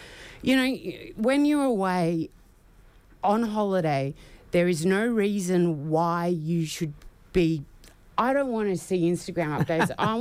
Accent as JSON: {"language": "English", "town": "Wapengo", "region": "New South Wales", "country": "Australia", "tie": "born or raised there", "said": "I grew up in Cherbourg. Wappingo, which is in between Tarthra and Bermagui on south coast. Yeah. And I grew up with incredible ties to the First Nations community there"}